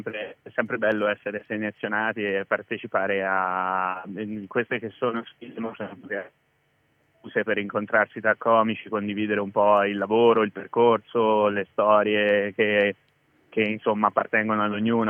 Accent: Assisi, Umbria, Italy; Io vengo da Assisi e parlerò sicuramente di come una città piccolina come quella viene invasa dai turisti

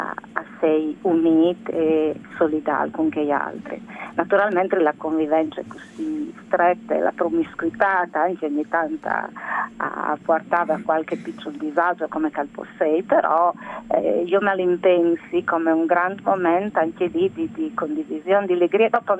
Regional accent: Gemona del Friuli, Friuli-Venezia Giulia, Italy; io sono di Glemone

